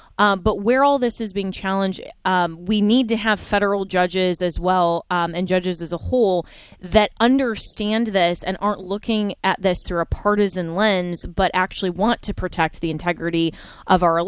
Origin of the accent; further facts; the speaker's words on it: Florida, United States; my home state, Florida's AG, James Uthmeyer.